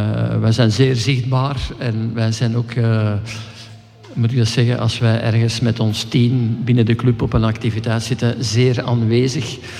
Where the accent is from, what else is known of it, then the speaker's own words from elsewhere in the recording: Flanders, Belgium; Nee, ik ben van de Kempen.